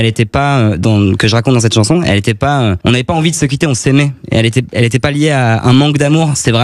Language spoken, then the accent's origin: French; Nouvelle-Aquitaine, France; now in Clermont-Ferrand, France; Je viens de Corrèze du sel, qui est un peu plus au sud-ouest, mais j'habite à Clermont là.